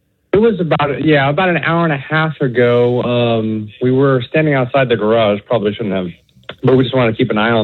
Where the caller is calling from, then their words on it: Milton, Florida, United States; And we're in Santa Rosa County near Milton.